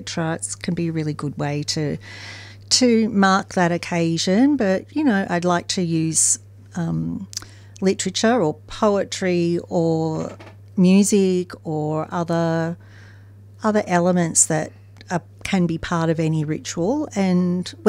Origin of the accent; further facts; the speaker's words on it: Newcastle, New South Wales, Australia; also born or lived in Sydney; Yeah. In Newcastle, New South Wales. I was born in Sydney and always knew that I was adopted from when I can remember.